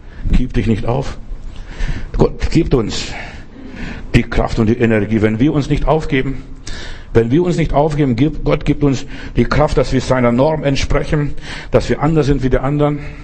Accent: Klaipėda County, Lithuania; was ich im Schneesturm im Winter bei uns in Ostpreußen, also im Memeland, erlebt habe.

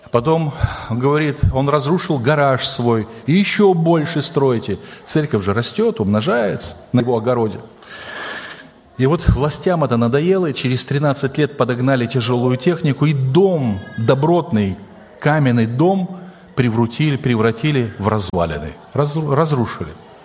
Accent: Chisinau, Moldova; мое детство, юность проходили в Кишиневе.

